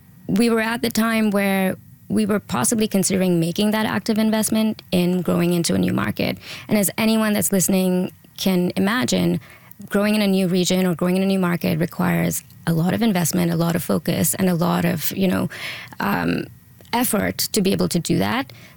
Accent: Canada; And I am so proud to be able to do that as a Canadian supplier building in Canada.

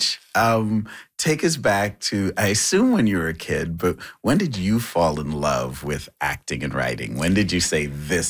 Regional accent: Trinidad & Tobago; I grew up in Trinidad.

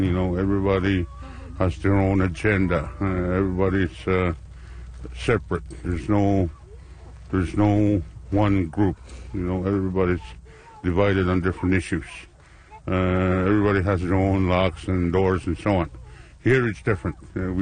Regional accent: Sheshatshiu, Newfoundland and Labrador, Canada; I'm from Sheshe, Labrador. Normally, when the Inu meet together, we would meet in a community setting

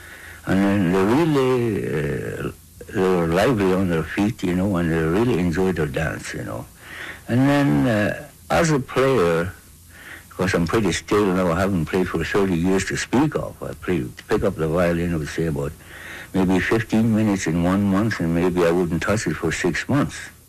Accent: Fort Norman, Northwest Territories, Canada

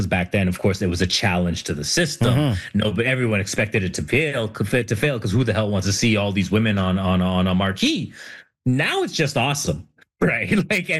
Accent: Canada; what a time to be in the U.S. as a Canadian while Trump's waging this like nonsensical war on us.

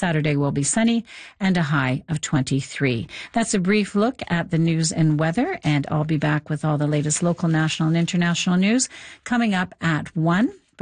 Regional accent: Ontario, Canada; from Ontario originally, so, you know, you get a lot of thunder and lightning storms.

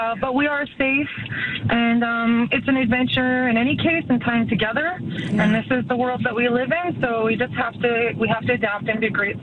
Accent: Vancouver, British Columbia, Canada; you know, we've done this before because we're from Vancouver.

